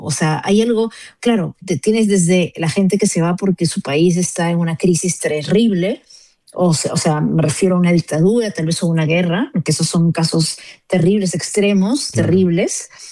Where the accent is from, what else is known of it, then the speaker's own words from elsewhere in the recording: Peru; moved away; cuando venimos de Perú o de un país latinoamericano